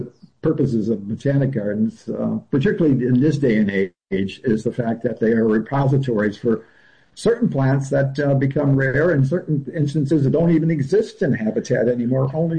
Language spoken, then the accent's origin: English; Midwest, United States; also born or lived in Latin America; now in San Diego, United States; I grew up in the Midwest where there wasn't any jungles other than what you could see in a conservatory maybe.